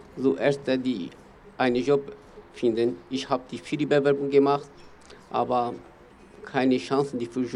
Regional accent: Turkey; German is a second language; moved away as an adult; now in Tübingen, Germany; Meine Heimat ist sehr schwierig für die Leben und für die immer die Politik und auch sehr schwierig für die Kurden. Ich komme aus der Türkei.

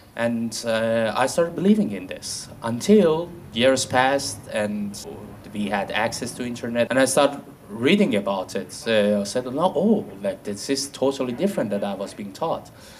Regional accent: Iran; moved away; back in my country, I'm from Iran

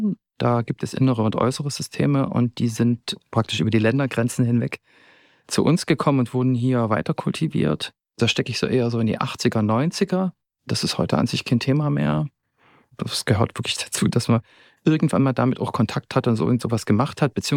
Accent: Zittau, Saxony, Germany; now in Dresden, Germany; Und da ist beispielsweise so, dass natürlich die psychische Unterstützung da, wo ich herkomme, ganz anders ist als in Dresden. Ich habe in Dresden viel schneller Therapie gefunden als noch in Zittau

